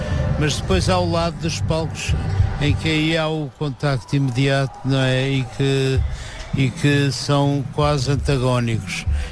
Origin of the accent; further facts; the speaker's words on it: Porto, Norte, Portugal; Não, já eu conheço, eu sou do Porto, mas eu digo que também sou de certo modo minhoto, porque eu conheço muito bem o Minho. Meus pais tinham uma casa em Ofir